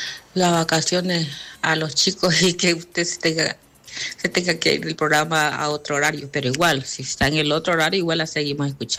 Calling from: Bolivia; de Bolivia

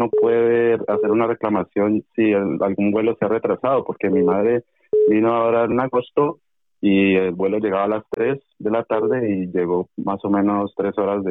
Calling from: Madrid, Community of Madrid, Spain; estoy de aquí en Madrid.

